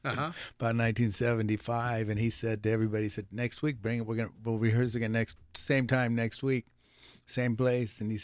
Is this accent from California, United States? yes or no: yes; Petaluma, California, United States; also born or lived in Northridge; I was born in Northridge, California.